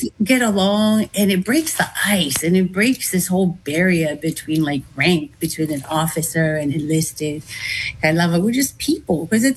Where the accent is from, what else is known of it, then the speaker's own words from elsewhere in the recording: Tonga; I always love to share with my soldiers like oh I'm from Tonga